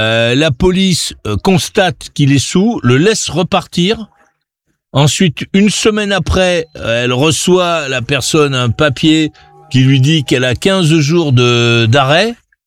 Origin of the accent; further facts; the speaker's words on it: France; Chez nous, en France